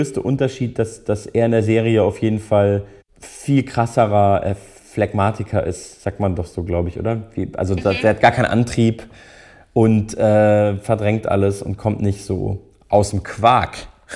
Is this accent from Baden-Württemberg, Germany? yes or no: no; Munich, Bavaria, Germany; ich komme ja auch aus München, in meiner Heimatstadt war meine erste Band auch so ein bisschen erfolgreich